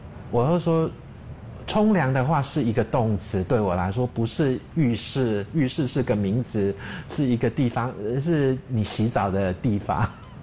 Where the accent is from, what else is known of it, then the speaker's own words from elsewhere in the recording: Tasmania, Australia; 我是从塔斯马尼亚来的，我在塔州有自己种菜，在这里热带气候种菜其实蛮困难